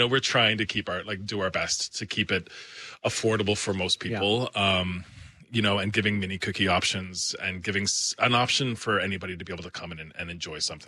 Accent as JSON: {"language": "English", "region": "Newfoundland and Labrador", "country": "Canada"}